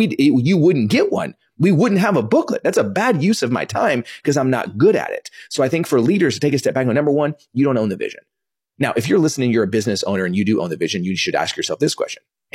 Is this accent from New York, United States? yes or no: no; Dallas, Texas, United States; also born or lived in Kansas; So I was born in 1983. I was born in Kansas. I only lived there about a week. Came back to Dallas